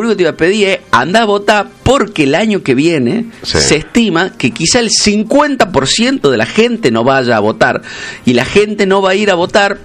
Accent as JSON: {"language": "Spanish", "country": "Argentina", "said": "los argentinos hablamos mucho de fútbol"}